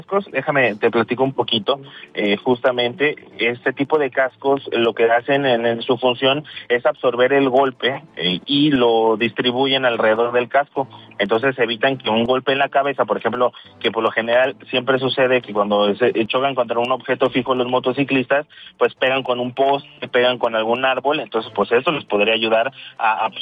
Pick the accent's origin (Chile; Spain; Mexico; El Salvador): Mexico